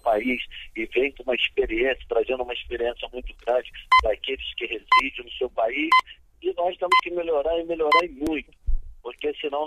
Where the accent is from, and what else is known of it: Brazil